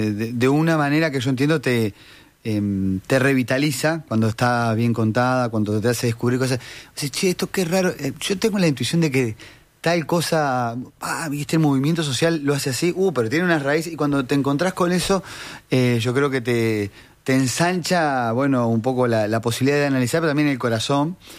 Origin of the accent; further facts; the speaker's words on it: Uruguay; ¿por qué no somos argentinos pero somos rioplatenses?